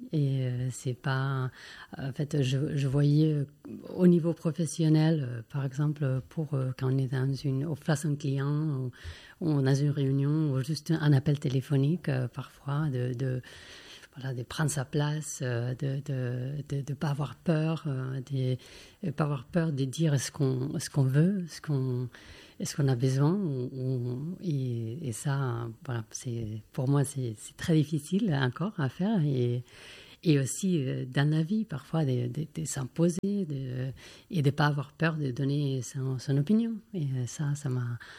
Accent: Barcelona, Catalonia, Spain; French is a second language; En plus, j'ai grandi à Barcelone, on a catalan et espagnol, et avec français avec mon mari, anglais.

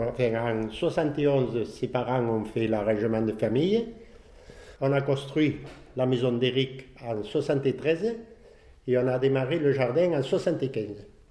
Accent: Crespin, Occitanie, France; born there; Je suis né à Crespin, sur le barrage Saint-Géraud.

